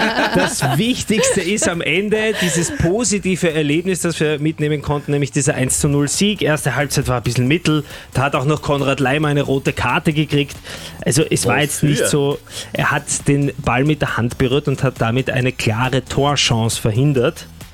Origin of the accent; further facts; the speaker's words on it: Austria; die suchen wir erstens mal gern als Österreicher